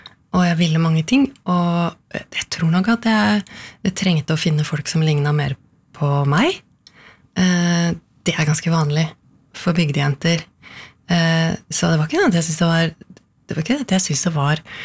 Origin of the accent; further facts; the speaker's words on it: Koppang, Innlandet, Norway; Ja, jeg har vokst opp på Koppang i Stor-Elvdal kommune. Og det ligger midt mellom, hva skal jeg si da? Midt mellom Elverum og Tynset, i Midt-Østerdalen. Der Glomma renner gjennom